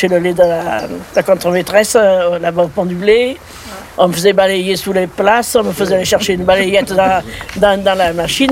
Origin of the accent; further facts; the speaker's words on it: La Forie, France; Mais je venais de La Forie.